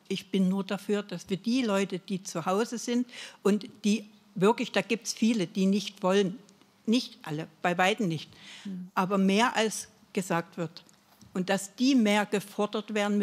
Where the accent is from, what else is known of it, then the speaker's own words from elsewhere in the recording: Dresden, Saxony, Germany; ich komme aus Dresden.